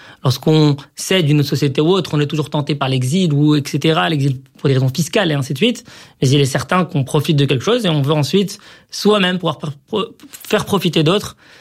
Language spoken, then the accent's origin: French; Morocco; moved away as an adult; now in France; Moi, à titre perso, effectivement, j'ai grandi au Maroc, j'ai ensuite émigré en France, il y a de cela maintenant près de 15 ans.